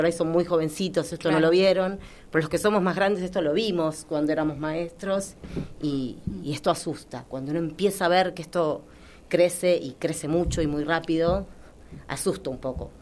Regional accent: Argentina; nos hizo como más argentinos

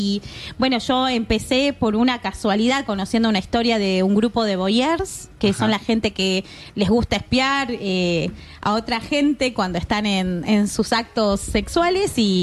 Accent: Salta, Argentina; Así que soy, claro, de Salta, claro, católica y todas las cosas.

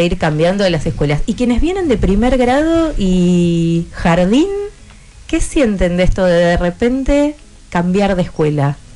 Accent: Argentina; eso es un poco lo que somos los argentinos cuando recibimos a personas que quieren habitar este suelo.

